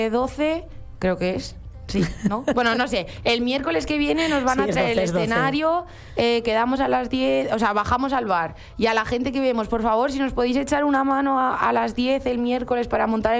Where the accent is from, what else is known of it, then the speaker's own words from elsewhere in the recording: Huete, Castilla-La Mancha, Spain; also born or lived in Olmedilla del Campo; yo que también soy de Huete, que tampoco es que sea mucho más grande